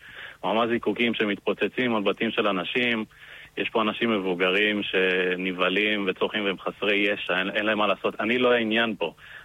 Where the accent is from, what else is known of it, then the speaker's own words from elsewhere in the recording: Southern District, Israel; אני גדלתי באיזידור ואז גדלתי בכלל בשחמון. אני כרגע גר כאן עם אשתי.